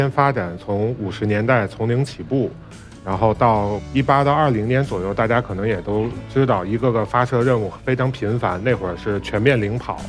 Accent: China

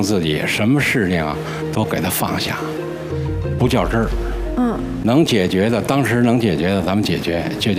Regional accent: Beijing, China; 北京人。

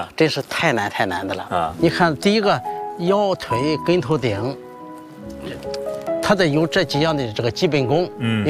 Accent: Wuqiao, Hebei, China; 我是来自杂技之乡吴桥的第十八代杂技世家的传人。

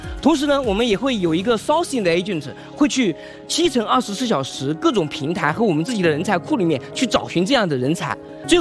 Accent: a village in Taojiang County, Hunan, China; moved away; 我是来自于湖南省桃江县的一个农村，

